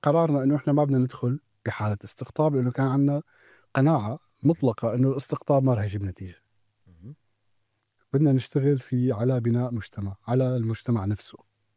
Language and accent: Arabic; Deir ez-Zor, Deir ez-Zor Governorate, Syria; دير مدينتي، شو ابن دير زو